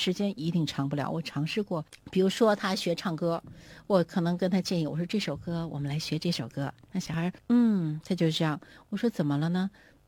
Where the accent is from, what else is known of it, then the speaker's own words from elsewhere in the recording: Beijing, China; moved away as an adult; now in New Zealand; 我是北京人，土生土长的北京生、北京长。